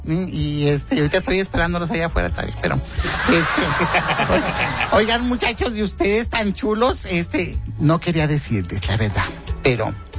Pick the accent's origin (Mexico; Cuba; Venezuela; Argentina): Mexico; Gualahuises, Nuevo León; porque yo soy de Gualahuises, ¿verdad?